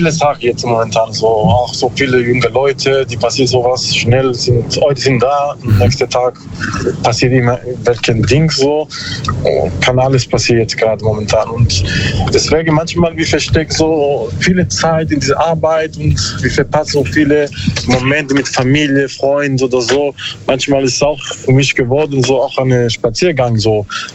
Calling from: Bruchsal, Baden-Württemberg, Germany; Bruchsal, so.

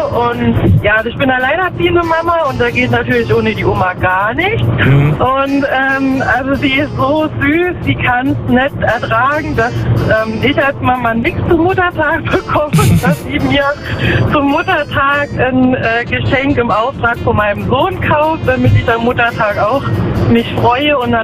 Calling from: Schellweiler, Rhineland-Palatinate, Germany; Aus Schellweiler.

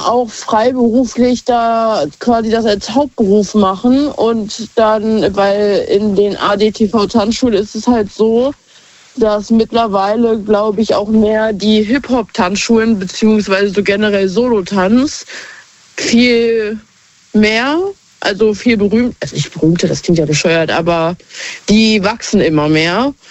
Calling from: Hanover, Lower Saxony, Germany; Aus Hannover tatsächlich.

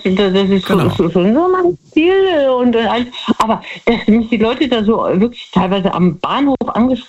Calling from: Betzdorf, Rhineland-Palatinate, Germany; Aus Betzdorf.

